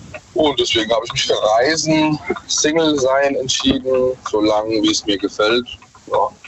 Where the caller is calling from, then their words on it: Mannheim, Baden-Württemberg, Germany; Aus Mannheim.